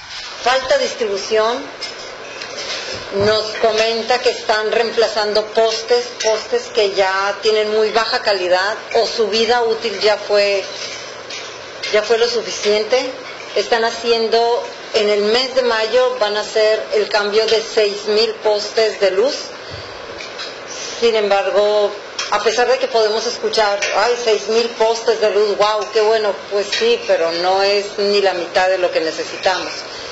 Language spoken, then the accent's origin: Spanish; Mexicali, Baja California, Mexico; Es un tema que nos preocupa a todos los que somos de Mexicali